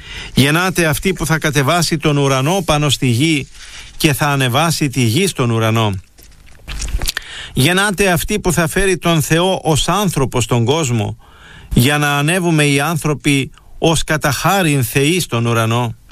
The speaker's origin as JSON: {"language": "Greek", "region": "Crete", "country": "Greece", "tie": "born or raised there", "said": "Στην Κρήτη, στην πατρίδα μου, εκεί στην ανατολική εσχατιά του νησιού"}